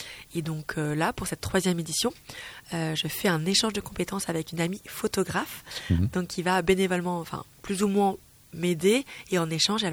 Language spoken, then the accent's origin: French; France; Moi, j'ai la double culture. Je suis née et j'ai grandi en France, mais mes deux parents sont malgaches.